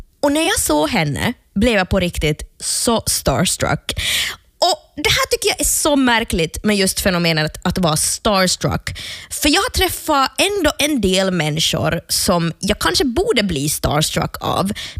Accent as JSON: {"language": "Swedish", "town": "Jakobstad", "region": "Ostrobothnia", "country": "Finland", "said": "Jag tror att det finns en connection i och med att hon just är från Umeå och jag är från Jeppis."}